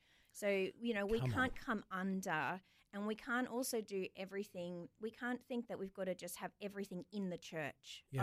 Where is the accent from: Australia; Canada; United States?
Australia